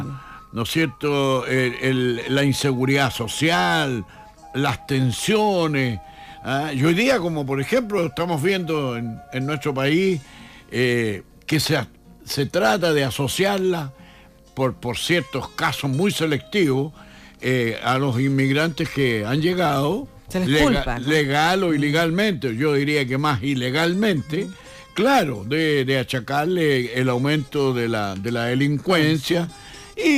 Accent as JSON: {"language": "Spanish", "town": "Chillán", "region": "Ñuble", "country": "Chile", "said": "A lo que nos compete como chilenos y como chillanejos especialmente"}